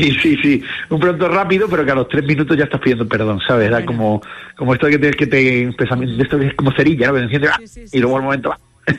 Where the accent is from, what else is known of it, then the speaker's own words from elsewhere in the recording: Cádiz, Andalusia, Spain; No, yo además me crié en Cádiz, con lo cual...